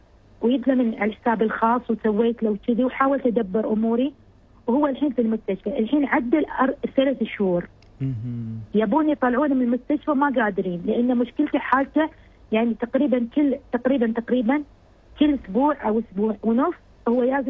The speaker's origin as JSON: {"language": "Arabic", "country": "United Arab Emirates", "said": "فبعدين صارت أزمة شوية هني عندنا في الإمارات معينة كذي"}